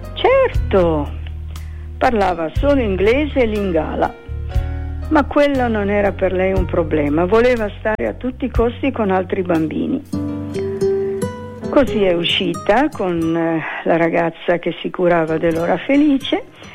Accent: Trentino-Alto Adige, Italy; al mio paese dicono che se si rischiara di notte è come un asino che va di trotto. Se volete ve lo dico pure in trentino

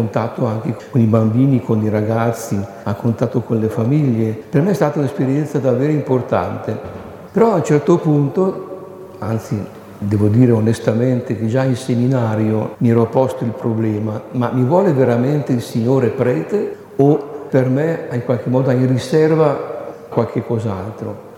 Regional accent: Lombardy, Italy; born there; now in Germagno, Italy; vengo da Lombardia come nascita

